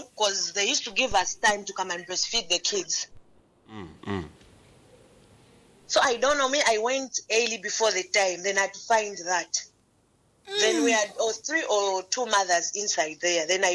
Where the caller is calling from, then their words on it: Chipata, Eastern Province, Zambia; I'm calling from Chupata Maplot.